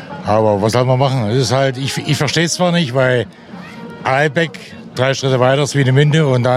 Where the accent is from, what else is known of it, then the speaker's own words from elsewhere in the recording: Frankfurt, Hesse, Germany; ich komme aus Frankfurt. Aber ein bisschen Polnisch kann ich auch. Ne, rozumiem po polsku.